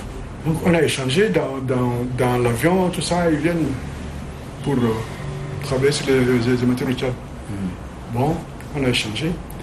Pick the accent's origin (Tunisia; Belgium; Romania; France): Romania; je suis étudiant, je viens de la Roumanie, j'ai mon diplôme, je suis un ingénieur.